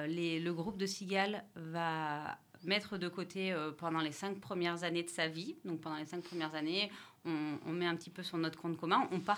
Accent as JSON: {"language": "French", "region": "Auvergne-Rhône-Alpes", "country": "France", "tie": "born there", "moved": "yes", "lives_now": "Puy-de-Dôme, France", "said": "je suis née dans le Cantal, qui est un département que j'aime profondément"}